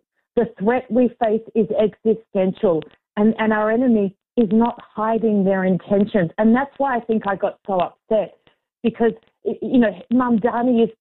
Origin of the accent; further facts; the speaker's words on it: Australia; as an Aussie